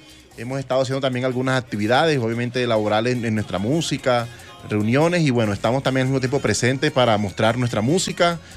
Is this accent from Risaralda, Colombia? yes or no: no; Valledupar, Cesar, Colombia; born there; moved away as an adult; now in Bogotá, Colombia; Sí, yo nací en Valledupar, pero estoy radicado en la ciudad de Bogotá ya hace unos 10 años, más o menos.